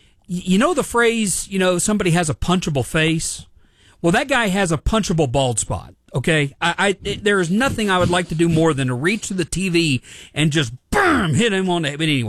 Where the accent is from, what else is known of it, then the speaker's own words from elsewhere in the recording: Oklahoma City, Oklahoma, United States; not only did we see an NBA championship in my hometown last year, but We got a game seven tomorrow. The epicenter of the sports world is right here in Oklahoma City.